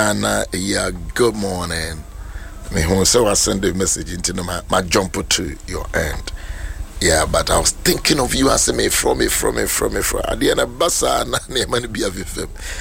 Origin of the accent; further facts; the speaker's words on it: Jamaica; I'm a Jamaican.